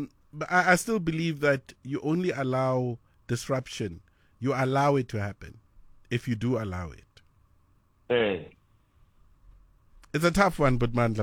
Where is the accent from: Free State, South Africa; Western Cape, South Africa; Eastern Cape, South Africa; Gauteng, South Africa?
Gauteng, South Africa; Pretoria; I'm from Matrixville in Pretoria.